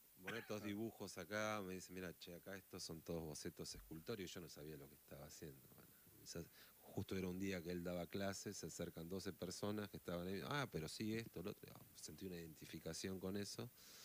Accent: Lincoln, Buenos Aires Province, Argentina; vengo de Lincoln.

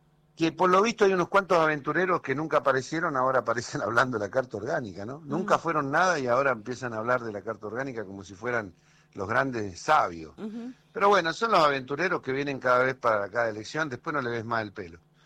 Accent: Argentina; born there; now in Dina Huapi, Argentina; yo vengo de la zona de Bolsón, del Hoyo

